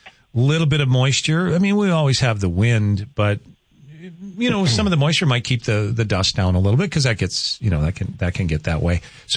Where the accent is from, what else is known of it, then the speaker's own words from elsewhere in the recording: Rugby, North Dakota, United States; I am from Rugby Town, yeah.